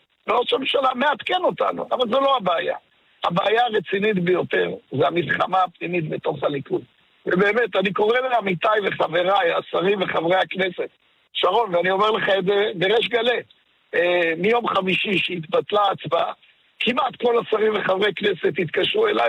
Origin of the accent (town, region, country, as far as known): Dimona, Southern District, Israel